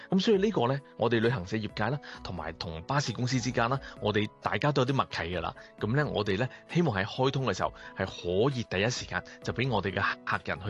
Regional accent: Hong Kong; 咁雖然我哋香港人上嚟玩就會更加方便啦

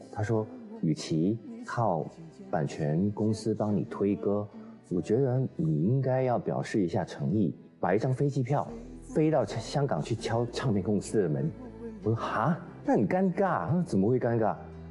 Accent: Singapore; 我说欧老师你好，

